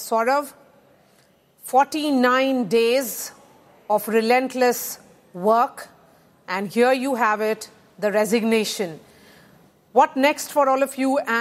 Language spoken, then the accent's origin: English; Bihar, India; protests happening not just at Jantar Mantar, but across the country, in my home state of Bihar as well.